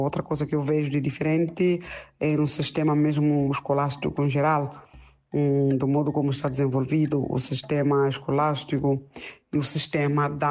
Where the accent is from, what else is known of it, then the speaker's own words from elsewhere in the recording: Mozambique; moved away as an adult; saí de Moçambique, graças a Deus, que eu já tinha 12ª e trouxe meus documentos já traduzidos.